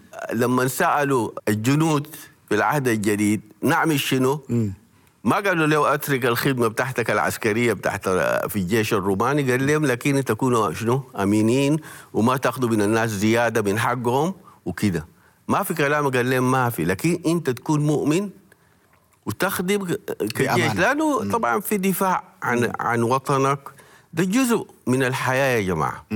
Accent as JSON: {"language": "Arabic", "country": "Sudan", "said": "كسوداني أنا عندي مسؤولية إنه بلدي القوانين فيها تكون مضبوطة"}